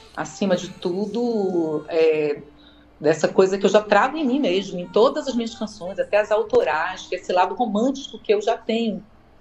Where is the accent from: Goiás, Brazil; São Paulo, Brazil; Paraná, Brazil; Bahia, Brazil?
Bahia, Brazil; Salvador; Sou de Salvador.